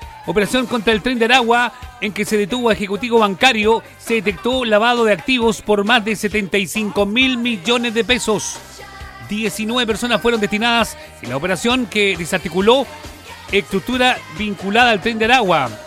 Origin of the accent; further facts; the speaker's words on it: Chile; Somos extremos los chilenos.